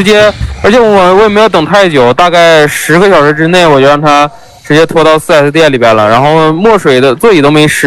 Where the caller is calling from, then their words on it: Shenyang, Liaoning, China; 我前一阵我们沈阳这边下雨了